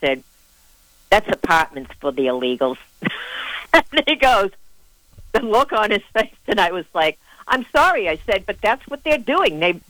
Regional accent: Boston, Massachusetts, United States; accent: Boston; now in Yarmouth, United States; Yes, that was my Boston accent coming out.

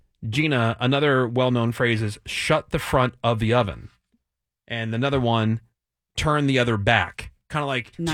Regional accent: East Coast, United States; I'm born and raised on the East Coast

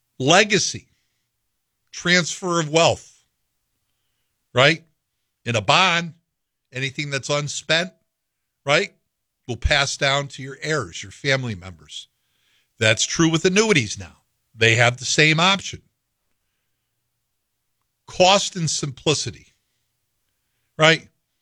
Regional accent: Schaghticoke, New York, United States; I'm a kid from Scaticoke, New York.

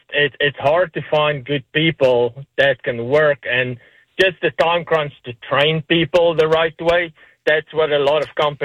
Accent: South Africa; No, I'm from South Africa.

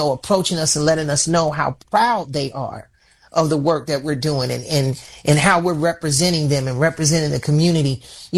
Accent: Chicago, Illinois, United States; and particularly my hometown of Chicago.

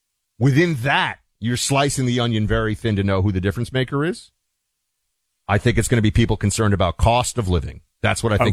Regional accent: New York, United States; I grew up in New York surrounded with the largest Jewish population anywhere in the country.

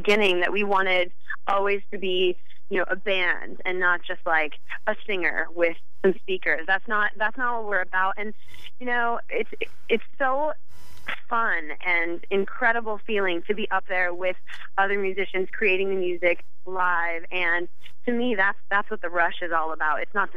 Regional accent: Wichita, Kansas, United States; now in Los Angeles, United States; Yeah, I'm from Wichita, Kansas.

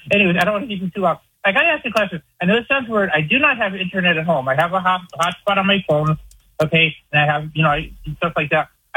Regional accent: New Jersey, United States; Yeah, I'm from New Jersey, North New Jersey, yep.

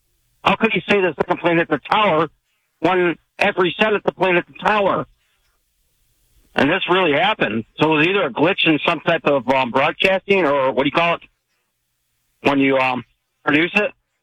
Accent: New York, United States; now in Maui, United States; from Maui. I was born in New York and grew up there, and I remember 9/11.

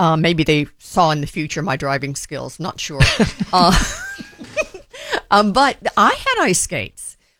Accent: Virginia, United States; And I grew up in Virginia

